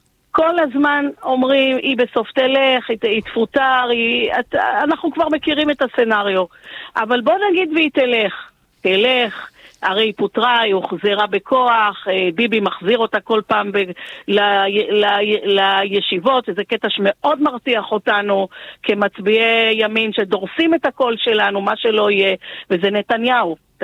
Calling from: Petah Tikva, Central District, Israel; אני מפתח תקווה.

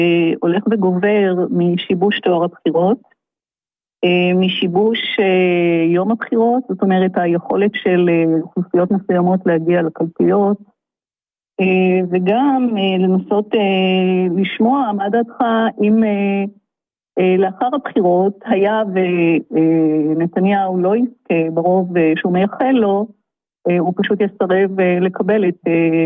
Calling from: Tel Aviv, Tel Aviv District, Israel; אני מתל אביב.

